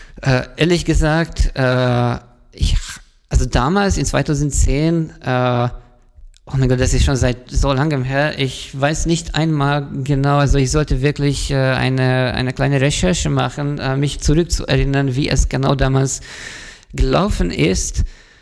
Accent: Hungary; ich komme aus Ungarn

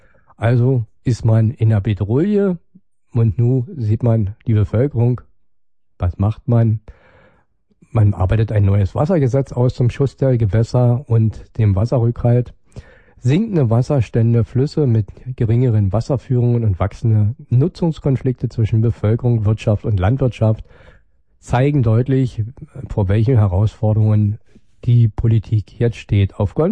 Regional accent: Brandenburg, Germany; wie wir als Brandenburger ja das auch anders sehen

